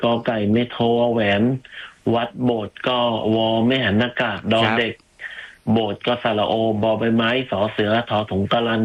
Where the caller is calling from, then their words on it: Phitsanulok, Thailand; พิษณุโลกครับ